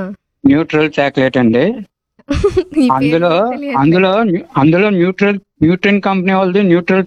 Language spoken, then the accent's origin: Telugu; Bhimavaram, Andhra Pradesh, India; born there